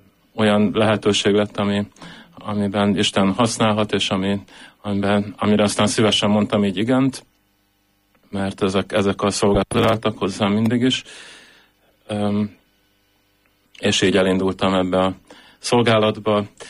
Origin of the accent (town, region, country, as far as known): Budapest, Hungary; born or raised there